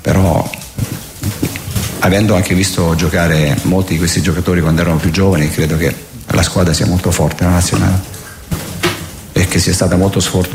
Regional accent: Bologna, Emilia-Romagna, Italy; No, ma guarda, io sono cresciuto a Bologna, quindi mi hanno cresciuto che ero un bambino, quindi io amo Bologna e bolognese.

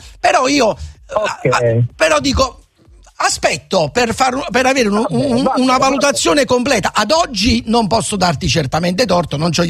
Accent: Naples, Campania, Italy; born there; Però per grazia del Signore e per Pusfizia, mamma e papà, sono nato a Napoli e su questa la fortuna mi ha aiutato.

